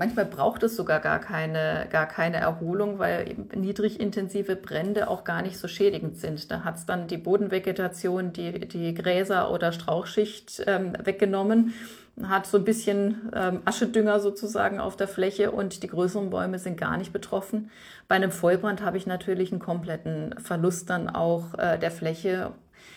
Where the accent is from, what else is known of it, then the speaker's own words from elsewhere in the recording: Freiburg, Baden-Württemberg, Germany; ich komme ja aus Freiburg